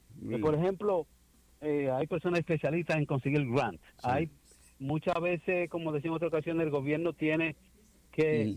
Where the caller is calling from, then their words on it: Dominican Republic; nosotros también como dominicanos